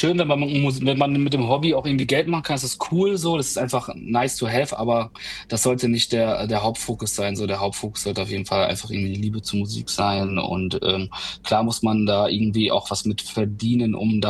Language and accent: German; Hörste, Germany; die Stadt, also an sich von Hörste, wo ich herkomme, nach Osnabrück, das sind 25 Minuten mit Zug, also es ist direkt um die Ecke quasi.